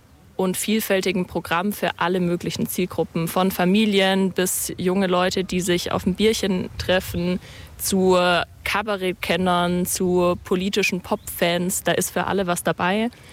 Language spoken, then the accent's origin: German; Ulm, Baden-Württemberg, Germany; born or raised there; moved away